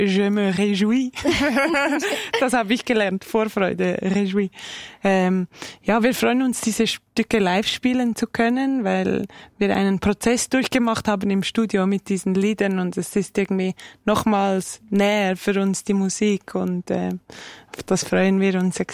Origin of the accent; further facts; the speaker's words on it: Zurich, Switzerland; Und ja, ich bin auch in Zürich aufgewachsen und wir sind an dieselbe Schule gegangen.